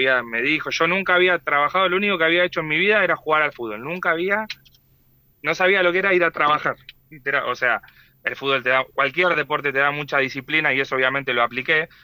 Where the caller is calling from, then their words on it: Avellaneda, Buenos Aires Province, Argentina; Y yo jugué de muy chico en Independiente, sí, porque soy de Avellaneda.